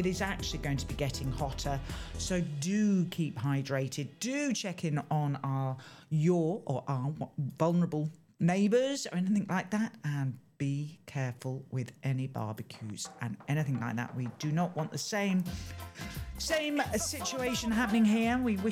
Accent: England, United Kingdom; moved away; on the outskirts of London is my hometown.

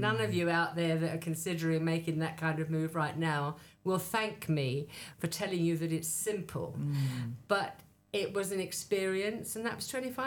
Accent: London, United Kingdom; moved away as an adult; also born or lived in Bridgend, Wales; now in Mallorca, Spain; I was born in Bridgend, actually, near Aberkenfig. And when I was 2, my family relocated to London.

